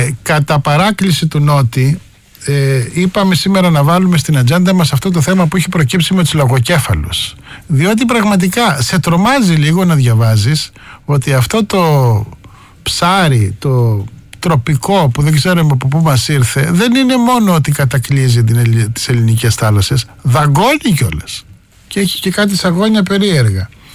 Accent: Skala Sykamineas, North Aegean, Greece; στη σκάλα Σικαμινέα στην πατρίδα μου

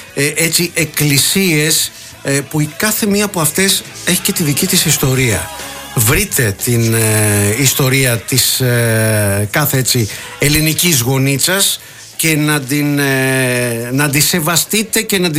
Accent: Molaoi, Peloponnese, Greece; moved away; στην ιδιαίτερη πατρίδα μου, στους Μολάους Λακωνίας.

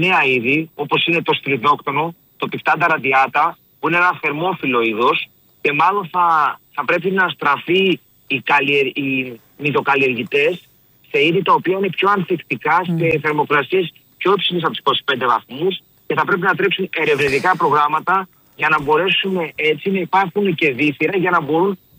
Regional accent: Central Greece, Greece; επειδή είμαι από την Εύβοια

